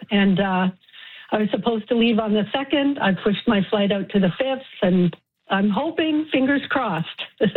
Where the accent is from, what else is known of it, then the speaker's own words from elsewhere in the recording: Nova Scotia, Canada; now in Calgary, Canada; Well, look, the WestJet is truly impacting. I'm from Nova Scotia, and every year my daughter, who has two kids, goes to a festiva